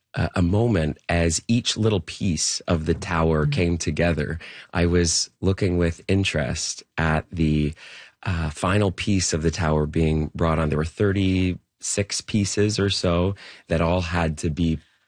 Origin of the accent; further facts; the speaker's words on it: Whitby, Ontario, Canada; I remember growing up in Whitby, there's this high hill on Manning Street in Whitby for anybody who is in Durham region and knows that spot.